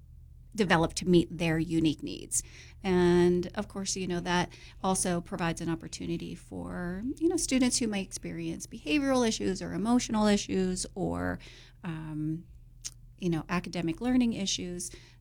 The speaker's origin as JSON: {"language": "English", "town": "Pittsburgh", "region": "Pennsylvania", "country": "United States", "tie": "born or raised there", "moved": "as an adult", "lives_now": "Elk County, United States", "said": "I was born and raised in Pittsburgh, Pittsburgh, PA here, and grew up in a not so well-off area and a not so well-off family structure."}